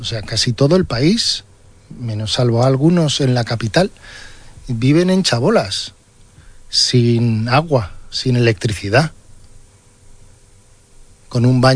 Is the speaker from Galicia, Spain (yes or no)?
no; Palma, Balearic Islands, Spain; yo en Palma, aquí fui al colegio de jesuitas, a Montesión, siempre ha estado Dios, la religión presente.